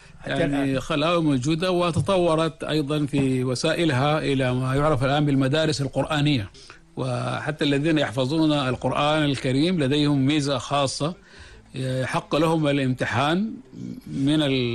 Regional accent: Sudan; now in Senegal; والله يعني شرف عظيم لي أن تختارني حكومتي لأمثل بلادي السودان في جمهورية السنغال الشقيقة

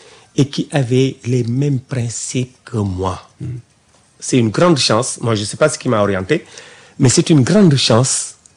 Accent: Germany; first language German; French is a second language; Je suis allemand c'est ma première langue aussi.

